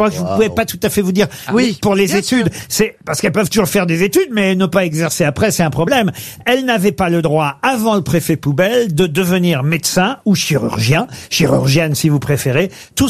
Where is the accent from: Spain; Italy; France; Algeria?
France; Chez nous en France, c'est en 73, 3 ans plus tard.